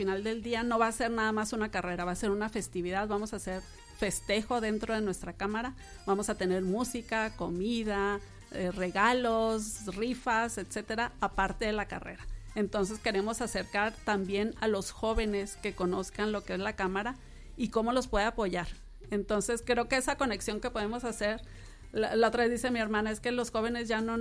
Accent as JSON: {"language": "Spanish", "country": "Mexico", "said": "Y como buenos mexicanos, pues festejando."}